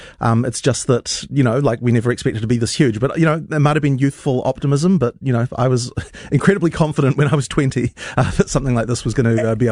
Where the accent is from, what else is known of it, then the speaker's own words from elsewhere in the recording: Auckland, New Zealand; kind of wanted to make a school that would be able to teach the kind of kid that I was when I was growing up in West Auckland